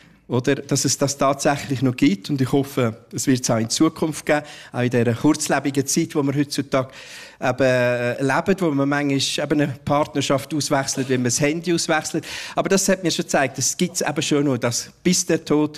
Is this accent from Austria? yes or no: no; Uri, Switzerland; ich komme aus dem Kanton Uri.